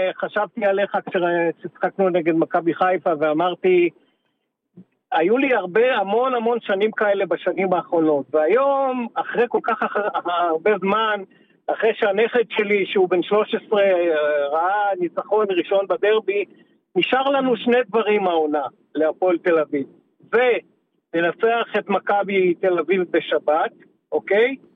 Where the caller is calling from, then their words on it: Central Israel, Israel; אני מהמרכז.